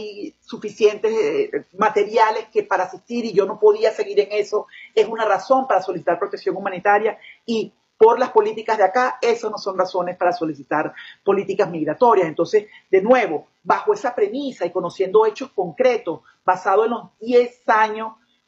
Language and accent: Spanish; Venezuela; como venezolana, siento que estamos saltando una pieza muy grande, y es qué nos puso en todo esto como venezolanos alrededor del mundo.